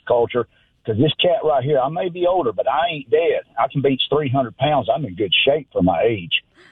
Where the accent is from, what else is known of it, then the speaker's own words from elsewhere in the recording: United States; born there; I'm born here. My family come here in 1678 from England and fought in the Revolutionary War to free this country.